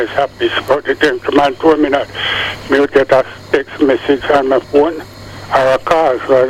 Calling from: Montego Bay, St. James, Jamaica; Okay, I'm calling from St. James.

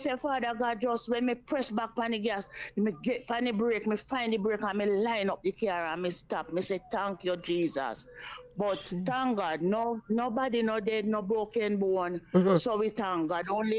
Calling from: Kingston, Jamaica; And I'm calling from Abbeville in Kingston 17.

